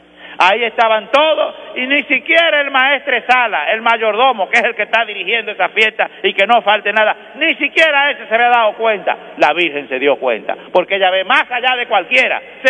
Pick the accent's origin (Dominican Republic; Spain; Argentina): Dominican Republic; los dominicanos tenemos dominicanismos